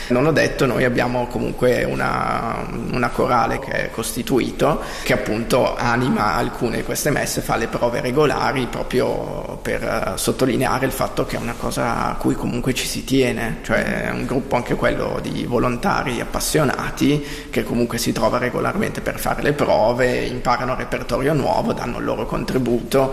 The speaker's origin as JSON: {"language": "Italian", "town": "Piacenza", "region": "Emilia-Romagna", "country": "Italy", "tie": "born or raised there", "also_born_or_lived": "Como / Lugano", "moved": "as an adult", "lives_now": "Switzerland", "said": "Io sono originario di Piacenza e ho iniziato appunto i miei studi musicali a Piacenza, dopodiché, finita la maturità al liceo, mi sono spostato a Como"}